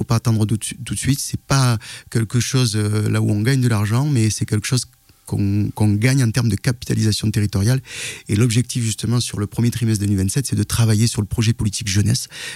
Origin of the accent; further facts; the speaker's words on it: France; born there; vous avez des origines algériennes comme j'ai, vous n'oubliez pas vos origines, mais effectivement, vous avez grandi dans une ville locale, laïque, avec les valeurs de la République. Et effectivement, moi, j'ai grandi avec cette énergie de français plus que français